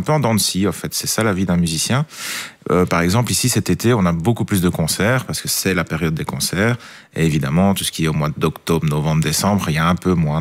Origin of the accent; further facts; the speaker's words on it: Saint-Ghislain, Wallonia, Belgium; Je suis de Saint-Guilain, plutôt, plus précisément.